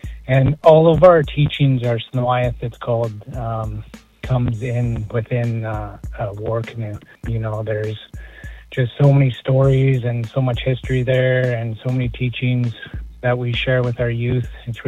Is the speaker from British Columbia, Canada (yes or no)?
yes; British Columbia, Canada; I come from the Stamenas First Nations